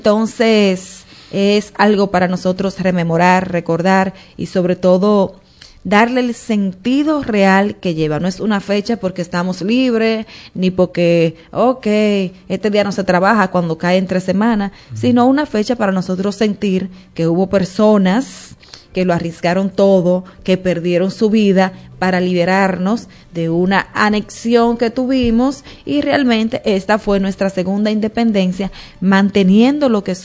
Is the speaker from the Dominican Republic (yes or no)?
yes; Dominican Republic; siento que es parte de nosotros como dominicanos